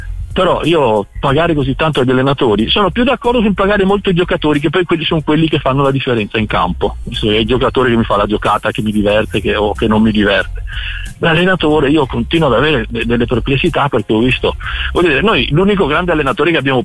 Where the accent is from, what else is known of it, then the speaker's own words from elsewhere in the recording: Catanzaro, Calabria, Italy; born there; Io sono nato a Catanzaro, ma non ho mai vissuto a Catanzaro.